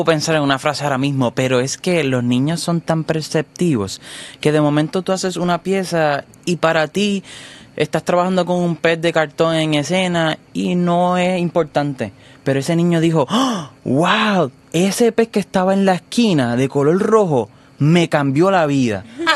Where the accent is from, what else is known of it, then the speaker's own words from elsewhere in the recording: San Juan, Puerto Rico; Yo soy de San Juan, pero mi mamá es de Rincón, así que soy miti